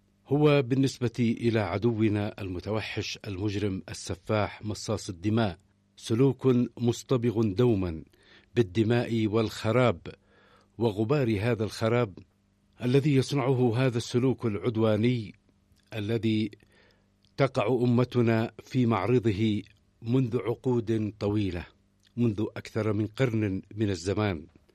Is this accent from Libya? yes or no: no; Yemen; هذا هو إذن العيد كما نعيشه كيمنيين وكعرب وكمسلمين